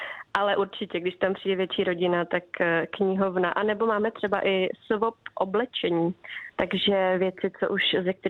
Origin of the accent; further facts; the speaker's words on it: Jablonec nad Nisou, Liberec Region, Czechia; já jsem z Jablonce nad Nisou